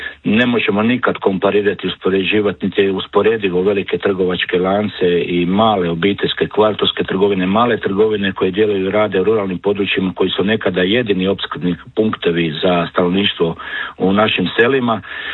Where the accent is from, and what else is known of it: Croatia